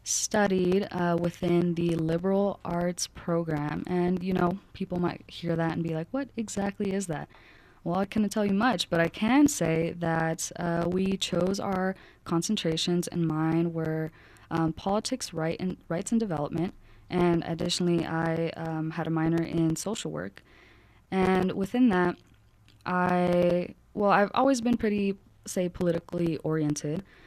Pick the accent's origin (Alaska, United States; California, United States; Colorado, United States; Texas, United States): Colorado, United States; Denver; I'm from Montbello, and I was born and raised there. So more or less off of 56th and Peoria.